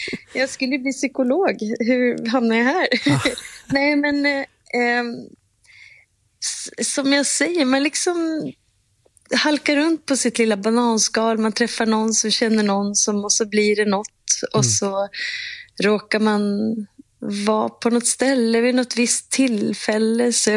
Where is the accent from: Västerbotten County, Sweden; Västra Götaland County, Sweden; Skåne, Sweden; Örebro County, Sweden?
Västerbotten County, Sweden; Umeå; moved away; also born or lived in Stockholm; Och jag är från Umeå.